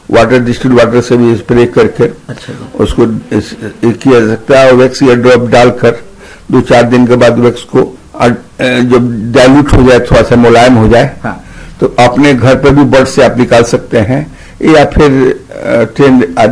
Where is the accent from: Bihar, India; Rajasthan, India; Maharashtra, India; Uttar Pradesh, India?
Bihar, India; now in Hazaribagh, India; बिहार के रहने वाला हूँ, लेकिन घर हजारीबाग में ही बना लिया।